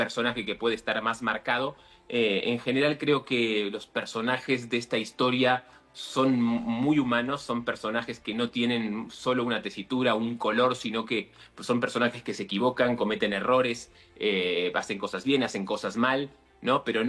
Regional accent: Argentina; moved away as an adult; now in Mexico

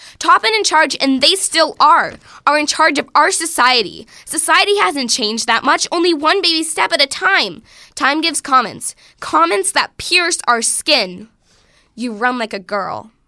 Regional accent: Greenfield, United States; I'm from Greenfield.

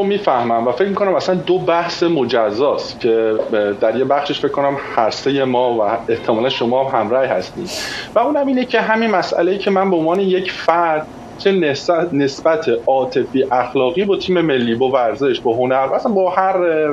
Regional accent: Iran; ما هممون به عنوان یک ایرانی از بد روزگار بوده، شانسمون بوده که یه دوره‌ای زندگی کردیم

